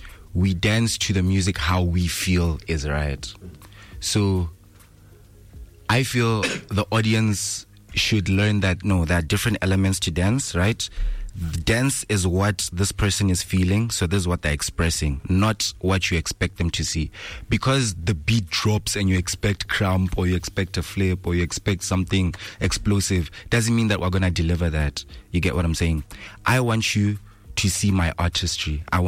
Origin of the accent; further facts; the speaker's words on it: Nigeria; I'm Nigerian